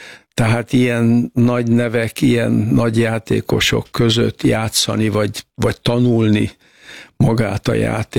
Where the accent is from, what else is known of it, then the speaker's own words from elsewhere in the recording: Tiszaalpár, Bács-Kiskun, Hungary; moved away; én Alpáron születtem, bár ma már Tisza Alpár, ugye egyesült a mellette levő kis településsel, Tiszaújfaluval, de én valóban alpári vagyok.